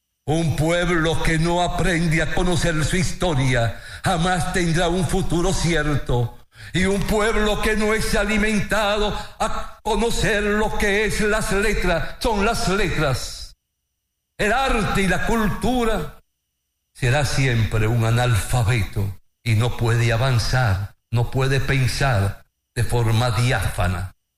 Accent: Dominican Republic; yo lo viví desde mi niñez en la Guácara, allá por la piña de Cotrí, allá en un pequeño campo y sección de Sierra Prieta.

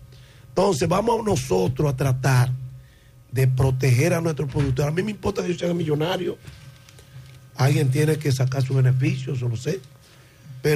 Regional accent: Dominican Republic; nosotros como dominicanos vamos a tener que tomar un poco de conciencia para que nuestros productores no desaparezcan.

